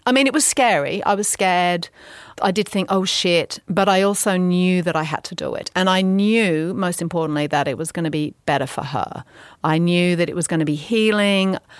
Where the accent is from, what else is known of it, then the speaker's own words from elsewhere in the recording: England, United Kingdom; And I thought, oh, I'm English. It's kind of an English culture. I'll be all right.